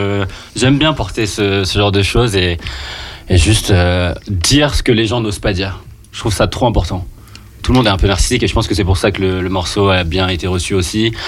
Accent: Paris, Île-de-France, France; J'ai peut-être parce que je suis de Paris, j'ai dû dire un peu PSG instinctivement

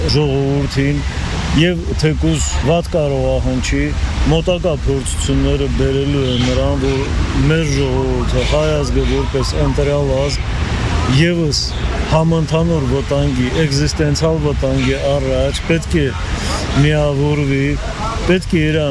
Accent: Stepanakert, Nagorno-Karabakh, Azerbaijan; moved away as an adult; also born or lived in Yerevan; ծնվել եմ Երևանում, այդ ժամանակ ծնողներս սովորում էին կոնսերվատորիայում, բացի Երևանում ուսանելու տարիներից և տարհանվելուց հետո ամբողջ կյանքս անց եմ կացրել իմ հայրենի Ստեփանակերտը։

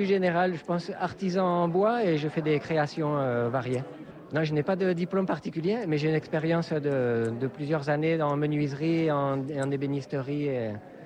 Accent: Bourisp, Occitanie, France; moved away; also born or lived in Andorra; j'ai 46 ans et je suis originaire de Bourrispe dans la Vallée d'Or à côté de Saint-Lary.

